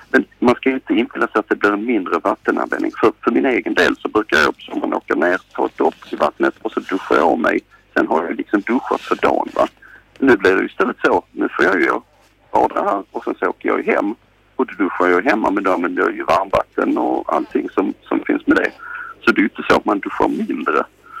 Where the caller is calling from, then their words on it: Sweden; Men inte här hemma i Sverige